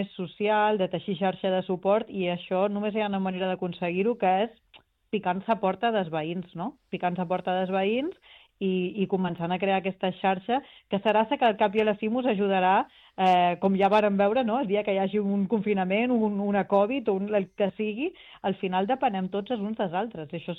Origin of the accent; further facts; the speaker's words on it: Ibiza, Balearic Islands, Spain; Jo, per exemple, visc a una illa petita, jo sóc d'Eivissa, aquí, per exemple, només es produeix el 3% dels aliments que consumim aquí